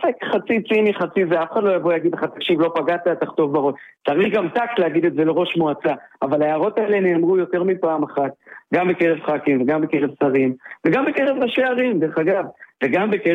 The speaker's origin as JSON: {"language": "Hebrew", "town": "Hatzor HaGlilit", "region": "Northern District", "country": "Israel", "tie": "born or raised there", "said": "אני קודם כל תושב חצור. אני בן חצור, אני בן הגליל."}